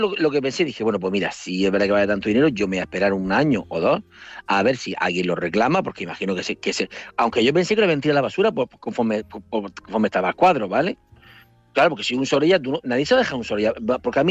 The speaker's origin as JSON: {"language": "Spanish", "town": "Murcia", "region": "Region of Murcia", "country": "Spain", "said": "me identifico, digo, mire … soy de Murcia y tal"}